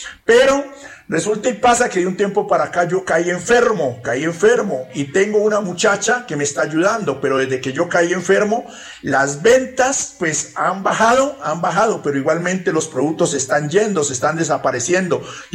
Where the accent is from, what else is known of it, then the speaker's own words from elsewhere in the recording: Putumayo, Colombia; soy indígena del Putumayo